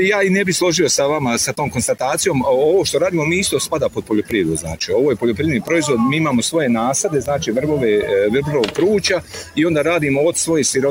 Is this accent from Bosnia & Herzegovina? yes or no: yes; Domaljevac, Federation of Bosnia and Herzegovina, Bosnia & Herzegovina; znači dolazim iz Domaljevca, to vam je općina Domaljevac-Šamac